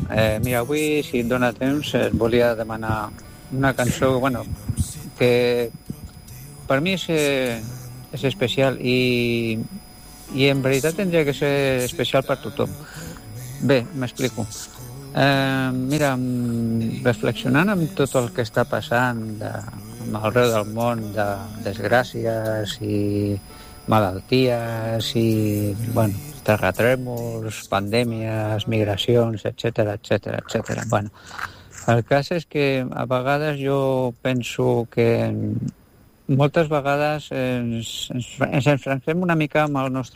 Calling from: Mataró, Catalonia, Spain; soc aquí de Mataró

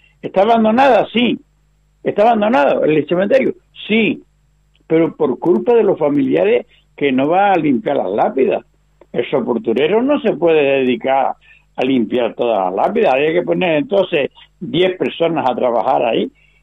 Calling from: Santa Brígida, Canary Islands, Spain; … de la Atalaya.

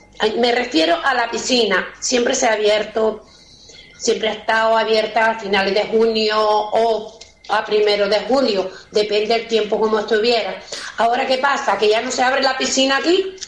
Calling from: Santa Lucía de Tirajana, Canary Islands, Spain; de Santa Lucía.

